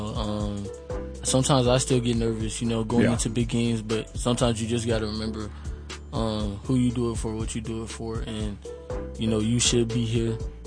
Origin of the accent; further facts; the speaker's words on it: Atlanta, Georgia, United States; I come from Southwest Atlanta